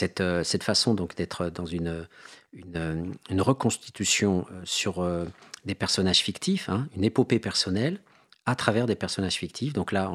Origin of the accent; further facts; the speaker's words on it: Mende, Occitanie, France; born there; Il voit que je suis né à Mende